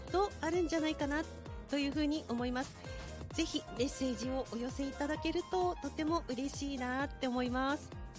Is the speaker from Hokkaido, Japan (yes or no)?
yes; Kushiro, Hokkaido, Japan; born there; 私釧路で生まれてますけど